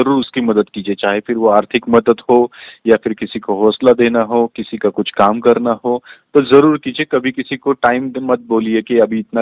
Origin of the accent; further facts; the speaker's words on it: Phaltan, Maharashtra, India; now in Hyderabad, India; हम यहाँ हैदराबाद में रहते हैं, और मेरी माता जी है, वो मेरे होम टाउन पल्टन में रहती है।